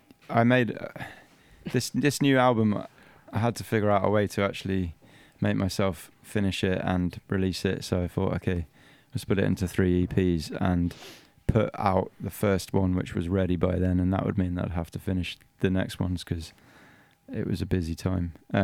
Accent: Crowborough, South East England, United Kingdom; now in Bristol, United Kingdom

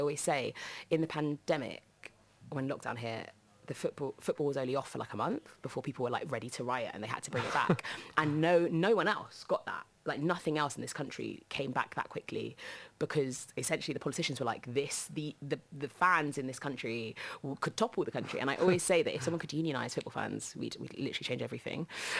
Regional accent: London, United Kingdom; I grew up in Southeast London, and all my old haunts are completely different now, but I actually live really close to where I grew up. I live like across the road from the hospital where I was born now

